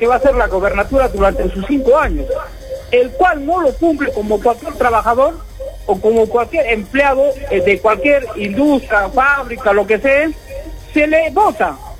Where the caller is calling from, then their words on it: Peru; Nosotros somos peruanos